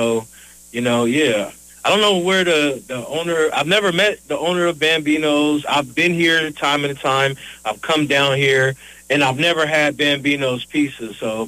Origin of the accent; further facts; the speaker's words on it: San Francisco, California, United States; So I'm from San Francisco, born and raised.